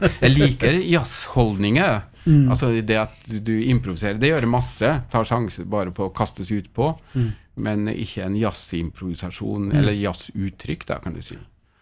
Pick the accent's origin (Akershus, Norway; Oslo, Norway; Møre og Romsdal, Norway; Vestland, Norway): Møre og Romsdal, Norway; Frei; Hjemme på Frei, ja.